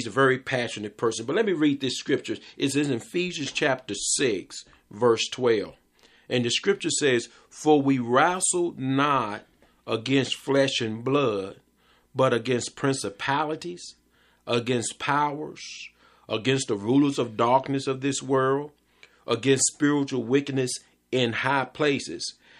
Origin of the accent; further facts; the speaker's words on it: Danville, Virginia, United States; I grew up with Felicia. We grew up in Cardinal Village.